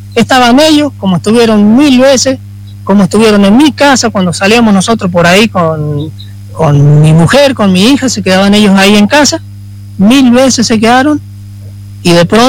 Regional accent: Mendoza, Argentina; moved away as an adult; now in Guandacol, Argentina; nosotros somos una familia que tenemos 25 años en Guandacol, pero yo soy de Mendoza.

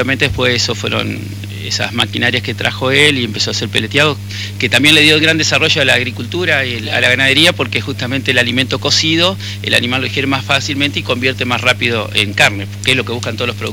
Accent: Viale, Entre Ríos, Argentina; En Viale está el Tommy Chancalay, que jugó, es de mi pueblo.

